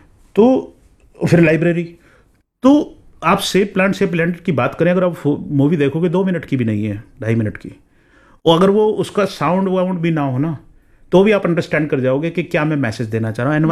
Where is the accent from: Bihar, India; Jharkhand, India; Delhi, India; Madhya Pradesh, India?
Delhi, India; born there; also born or lived in Hamirpur district, Himachal Pradesh; मैं दिल्ली में पैदा हुआ हूँ but I belong to Himachal Pradesh Hamirpur district